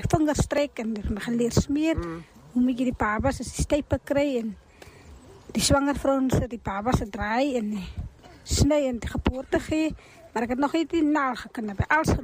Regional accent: Pella, Northern Cape, South Africa; Ek is van Pella.

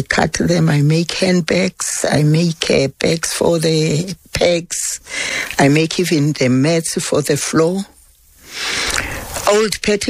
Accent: Soweto, Gauteng, South Africa; born there; also born or lived in Eastern Cape; You know, I'm 81 years old now. Mm-hmm. So I was born in house number 241, Orlando East.

